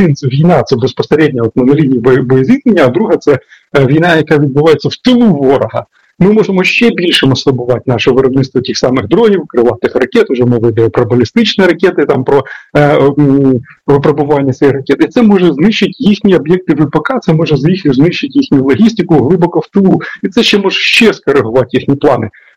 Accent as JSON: {"language": "Ukrainian", "region": "Sumy Oblast", "country": "Ukraine", "tie": "born or raised there", "said": "Вони цю тактику вони використовували і на моїй рідній Сумщині."}